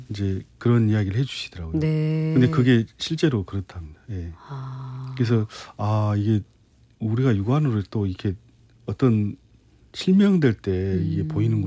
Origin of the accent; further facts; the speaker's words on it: Damyang, South Jeolla, South Korea; 담양인데, 저는 어렸을 때 어떻게 보면 평야만 있는 그런 그 삼질이라는 마을, 삼지천이 이런 마을에 태어났는데요. 산도 없고 난장판인 거예요.